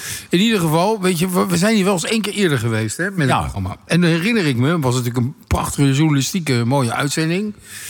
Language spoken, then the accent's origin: Dutch; The Hague, South Holland, Netherlands; Ik kom uit Zuid-Holland, Den Haag.